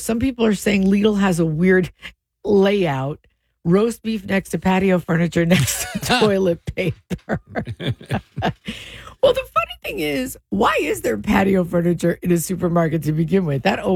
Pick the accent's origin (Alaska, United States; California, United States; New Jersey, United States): New Jersey, United States; Deal; there was one supermarket I grew up in Deal. There was one supermarket in my town that was Acme.